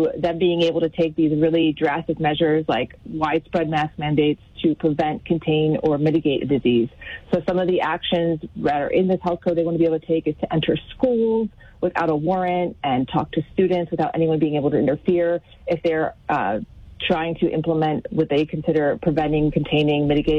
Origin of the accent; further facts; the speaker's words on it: Pennsylvania, United States; I'm from Pennsylvania. I lived through this.